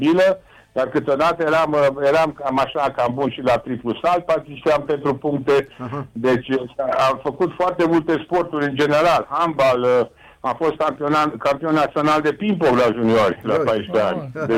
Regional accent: Reșița, Caraș-Severin, Romania; also born or lived in Băile Herculane; Am crescut la Reșița, da. Dar m-am născut la...

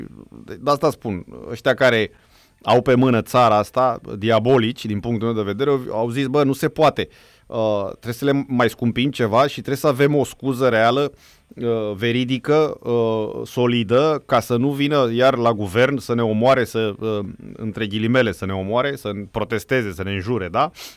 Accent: Romania; mă simt insultat ca român

